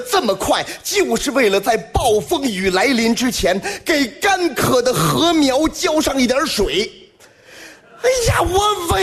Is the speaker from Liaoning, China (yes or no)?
no; Beijing, China; 我们哥俩来自北京，